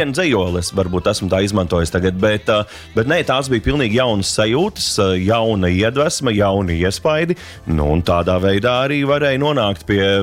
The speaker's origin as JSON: {"language": "Latvian", "region": "Vidzeme", "country": "Latvia", "tie": "born or raised there", "said": "viss video ir savukārt filmēts manā dzimtajā pusē, jo tur ir gan kadri gan no Raiskuma, gan arī no Straupes un tam līdzīgi, tā kā visur ir, tur ir mana dzimtā puse."}